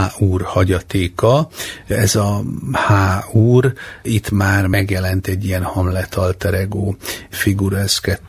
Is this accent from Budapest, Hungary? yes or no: no; Szolnok, Jász-Nagykun-Szolnok, Hungary; 10 évesen, bekerültem Szolnokon egy tehetséggondozó táborba, én szolnoki vagyok